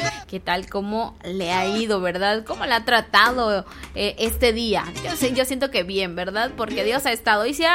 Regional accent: Guatemala; born there; somos guatemaltecos

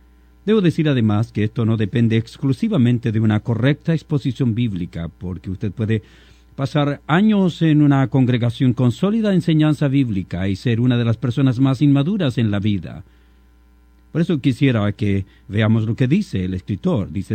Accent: Chile; las paradas militares en mi país el 18 de septiembre en Chile o el 21 de mayo.

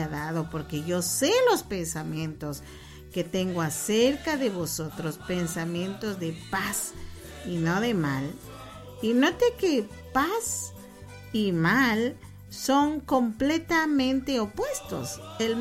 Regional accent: Chimaltenango, Guatemala; nosotros somos de Chimaltenango, pero ahora andábamos allá por Sololá.

